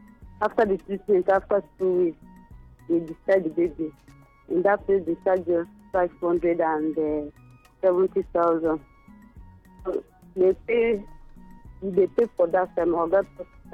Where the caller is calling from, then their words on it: Port Harcourt, Rivers, Nigeria; I'm calling from Port Harcourt.